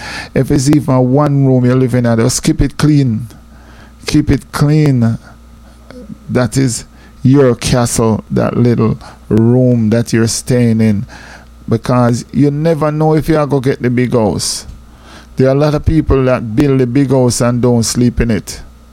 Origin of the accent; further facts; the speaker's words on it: Jamaica; now in United States; every one of us as Jamaican that work in America